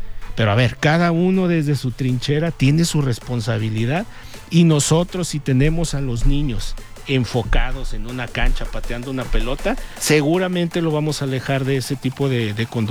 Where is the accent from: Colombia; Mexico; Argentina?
Mexico; Irapuato, Guanajuato; Yo soy de Irapuato, ya me considero de aquí, hoy desempeño una función en gobierno del estado.